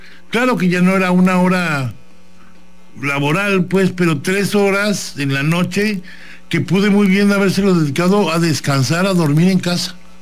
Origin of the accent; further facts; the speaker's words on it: Mexico; Somos gente, el mexicano es gente